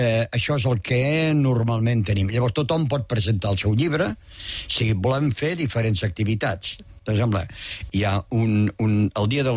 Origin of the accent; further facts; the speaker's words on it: Peramola, Catalonia, Spain; born there; Sí, jo vaig néixer a Peramola.